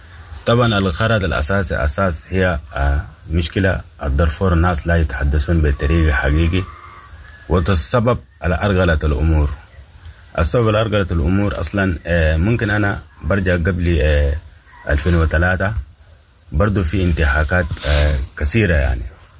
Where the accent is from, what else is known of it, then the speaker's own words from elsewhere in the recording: Sudan; نحن سودانيين وأفارقة